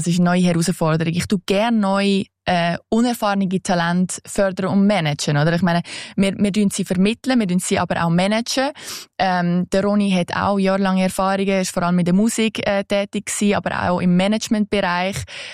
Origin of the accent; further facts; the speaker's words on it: Switzerland; now in New York, United States; wenn du so als Schweizer in den Tee gehst und keine Ahnung hast